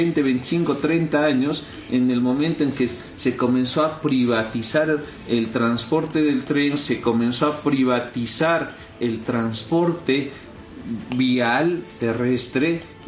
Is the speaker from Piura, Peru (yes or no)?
no; Cusco, Peru; nosotros como cusqueños